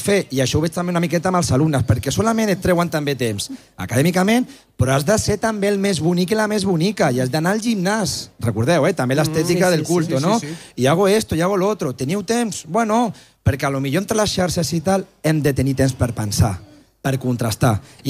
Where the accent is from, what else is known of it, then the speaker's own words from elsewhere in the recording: Terrassa, Catalonia, Spain; Jo soc del Vallès de Terrassa, no?